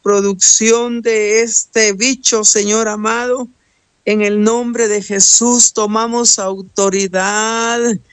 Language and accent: Spanish; Guatemala; en mi país, aquí donde yo vivo en Guatemala